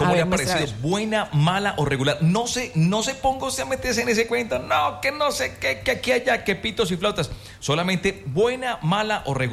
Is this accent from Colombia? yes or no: yes; Colombia; porque somos colombianos.